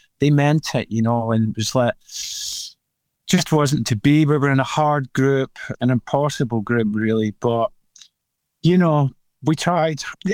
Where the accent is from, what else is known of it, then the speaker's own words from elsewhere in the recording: Ireland; You knew what it meant, you know, being an Irishman, you know?